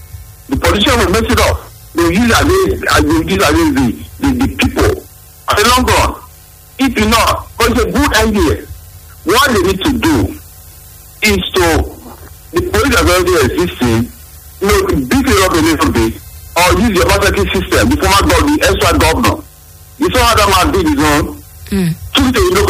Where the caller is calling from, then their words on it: Benin City, Edo, Nigeria; I'm calling from Benin.